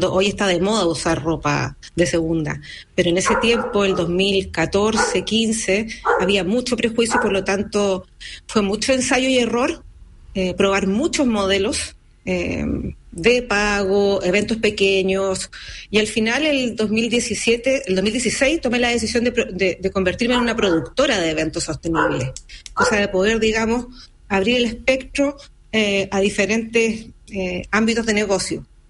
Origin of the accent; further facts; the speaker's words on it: Concepción, Biobío, Chile; moved away as an adult; Mira, yo soy penquista, me fui a estudiar a Barcelona ilustración y vengo de una familia con una pasión por la ropa.